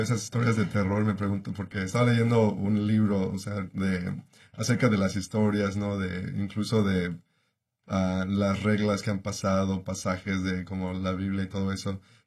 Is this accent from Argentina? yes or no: no; Mexico; moved away; Yo, por ejemplo, pues crecí en México y, como estaba hablando en el programa anterior, yo trabajaba desde niño en el campo.